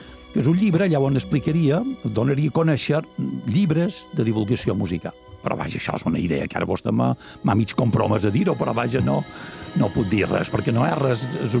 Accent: Felanitx, Balearic Islands, Spain; Felanitx, que és el meu poble

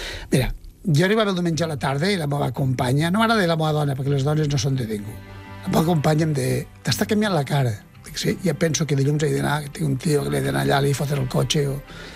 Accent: Catalonia, Spain; com a bon català

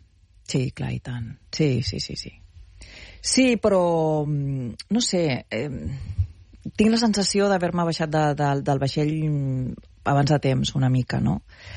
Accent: Barcelona, Catalonia, Spain; also born or lived in Madrid; Vaig estar 5 anys vivint a Madrid, a l'època més forta de feina, això sí. Però jo soc del barri de la Sagrada Família

